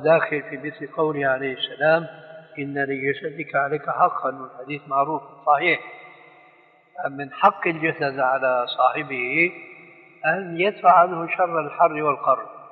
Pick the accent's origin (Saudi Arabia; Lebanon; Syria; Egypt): Syria; عندنا في سوريا